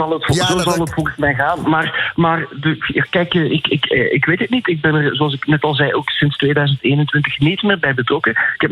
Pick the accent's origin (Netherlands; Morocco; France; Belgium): Belgium; Ik ben als Belg ook een fan van jullie Nederlands.